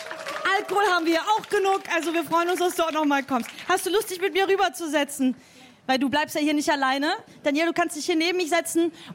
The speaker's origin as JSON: {"language": "German", "country": "Austria", "also_born_or_lived": "Bulgaria", "said": "Ich bin ja aus Österreich."}